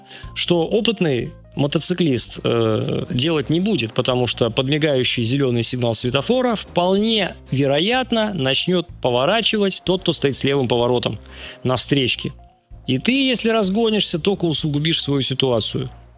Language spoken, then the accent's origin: Russian; Far East, Russia; В детстве это были на Дальнем Востоке мотороллеры, которые привозились с Японии. Вот я помню, как вчера у нас с братом были Yamaha Jog, 50-кубовые, классные мотороллеры, гоняли, нам было по 13 лет.